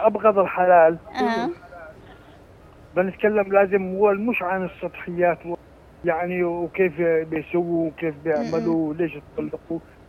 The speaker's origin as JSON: {"language": "Arabic", "region": "Aden", "country": "Yemen"}